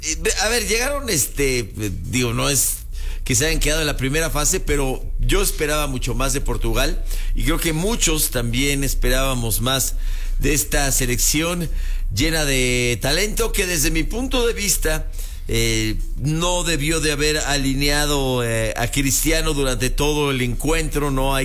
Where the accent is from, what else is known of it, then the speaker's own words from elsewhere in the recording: Mexico; Yo soy mexicano.